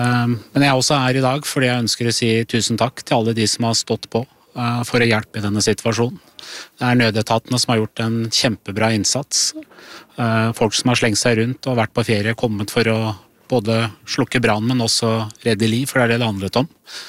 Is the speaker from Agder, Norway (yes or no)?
no; Drammen, Buskerud, Norway; Så kommer jeg fra Drammensområdet selv, så jeg kjenner jo mange som bor i et område som også har mistet sitt hjem.